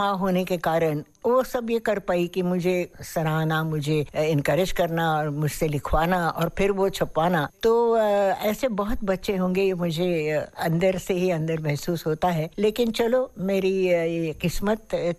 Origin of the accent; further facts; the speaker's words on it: Pune, Maharashtra, India; also born or lived in Lucknow; हाँ, पुणे आ गई और नाना के पास, मतलब अपने पिता के पास, मेरे नाना अप्पा हम कहते थे, और तब से मैं उनकी छत्र छाया में पली बड़ी।